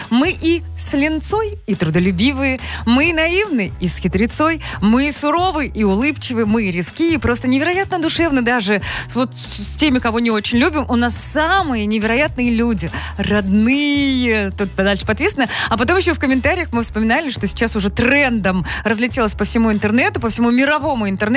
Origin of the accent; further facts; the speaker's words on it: Russia; Мальчик меня спрашивает: вы откуда? Из России.